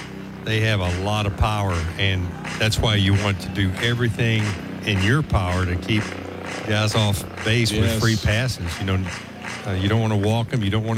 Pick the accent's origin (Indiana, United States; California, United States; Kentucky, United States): Kentucky, United States; Brownsville; now in Lexington, United States; she would tell me on our way to visit my parents down there that my accent would change from the Lexington area down to Brownsville. She said it would get more country the closer I got to home.